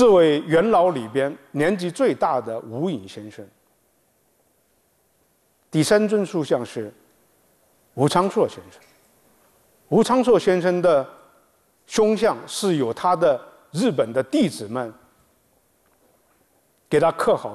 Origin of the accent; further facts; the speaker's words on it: Hangzhou, Zhejiang, China; 我们杭州人